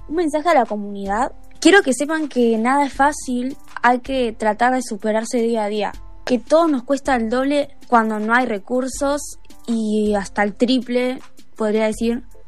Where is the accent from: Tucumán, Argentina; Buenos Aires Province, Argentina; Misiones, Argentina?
Buenos Aires Province, Argentina; Gregorio de Laferrere; soy de La Ferrere